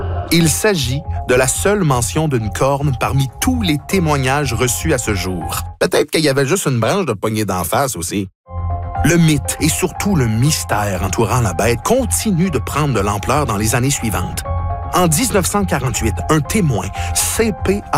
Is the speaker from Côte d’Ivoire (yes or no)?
no; Terrebonne, Quebec, Canada; Là, excusez pour la prononciation, là, je viens de Terrebonne.